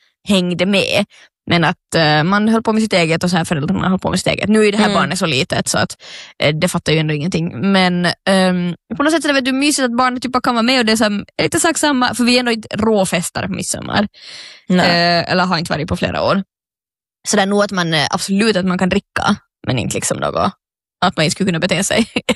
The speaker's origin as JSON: {"language": "Swedish", "country": "Finland", "said": "jag är redan liksom finlandssvensk på väg till Åland från Helsingfors."}